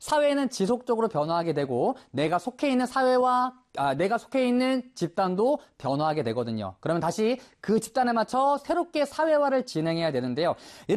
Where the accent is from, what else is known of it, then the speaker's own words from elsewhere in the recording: South Korea; 빵을 먹을 수도 있고 뭐 스파게티 먹을 수도 있지만 우리는 한국에서 자라왔기 때문에 밥을 먹고 있다는 거죠.